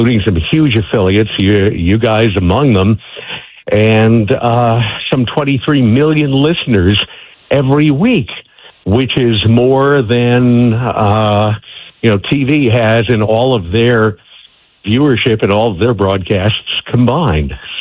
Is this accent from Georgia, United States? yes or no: no; Dobbs Ferry, New York, United States; I'm at the Metro North station in my hometown of Dobbs Ferry, New York, which is on the Hudson River just north of the city. And like you, I grew up listening to CBS News Radio here on WCBS in New York